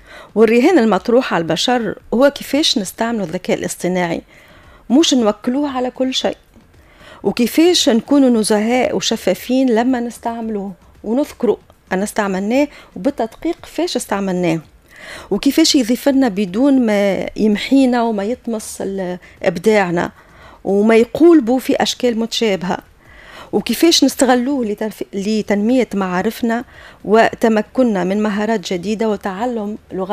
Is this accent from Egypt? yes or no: no; Tunisia; accent: Tunisian; الأمازيغية متجذرة في لهجتنا التونسية.